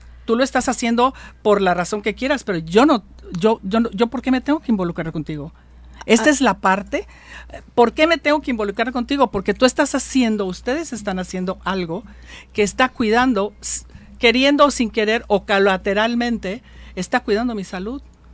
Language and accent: Spanish; Mexico; Yo soy una mexicana que fruto vendía